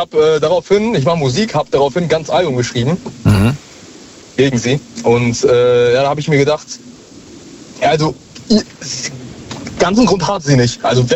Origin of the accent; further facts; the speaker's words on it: Dortmund, North Rhine-Westphalia, Germany; Ich komme aus Dortmund.